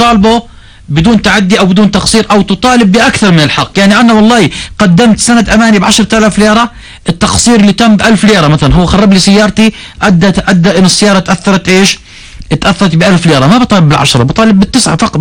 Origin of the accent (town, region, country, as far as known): Jordan